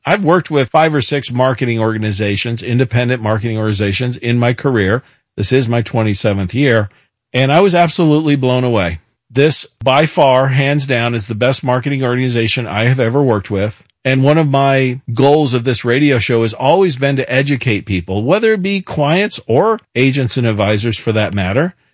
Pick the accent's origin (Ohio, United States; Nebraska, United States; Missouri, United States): Missouri, United States; Kansas City; I born and raised in Kansas City, but I'd never gone to a Monday night football game.